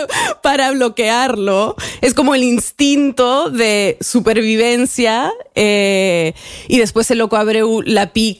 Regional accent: Uruguay; born there; moved away; also born or lived in Madrid, Spain; Para los que nacimos en Uruguay. Soy la menor de tres

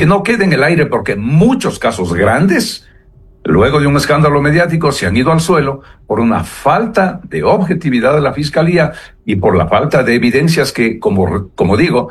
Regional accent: Ecuador; no solamente como abogado, sino como ecuatoriano, como el ecuatoriano de la calle

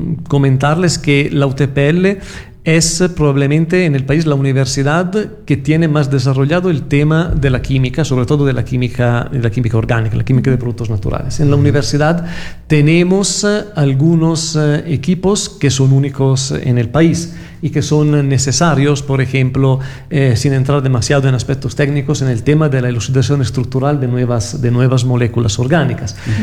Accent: Italy; Spanish is a second language; moved away as an adult; now in Loja, Ecuador; yo soy de Italia. Y en el 2014 yo terminé mi postdoctorado en Italia

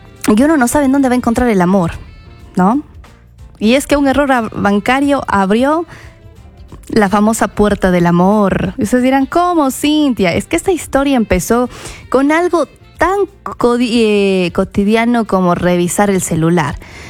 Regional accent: Ecuador

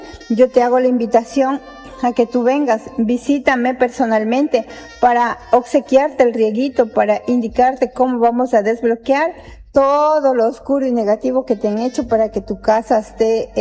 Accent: Ecuador; Yo soy ecuatoriana, sí, soy ecuatoriana a mucha honra.

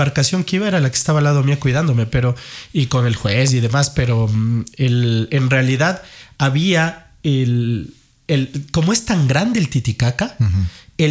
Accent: Quito, Pichincha, Ecuador; Soy de Quito. Soy chullita.

